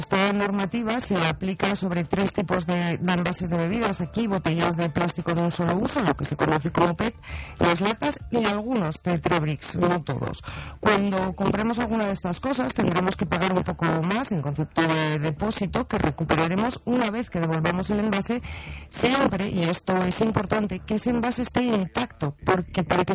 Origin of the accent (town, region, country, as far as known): Spain